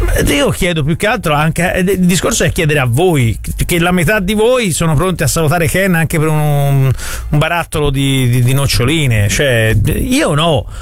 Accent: Florence, Tuscany, Italy; born there; lo dite a me che ci sono nato in centro a Firenze.

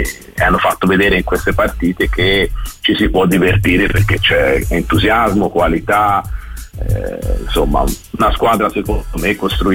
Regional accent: Florence, Tuscany, Italy; La piazza, si sa tutti, sono fiorentino e tipo Fiorentina da sempre

